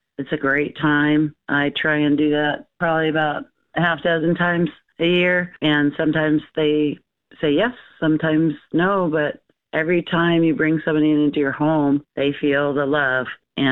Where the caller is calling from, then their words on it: Walnut Cove, North Carolina, United States; I am from Walnut Cove, North Carolina.